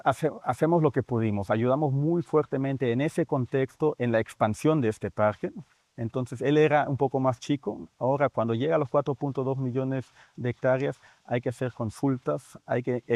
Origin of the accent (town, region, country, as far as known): Colombia